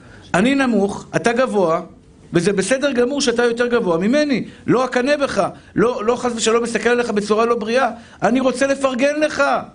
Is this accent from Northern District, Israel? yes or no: no; Tel Aviv, Tel Aviv District, Israel; גדלתי בשכונת התקווה שמשחקים כדורגל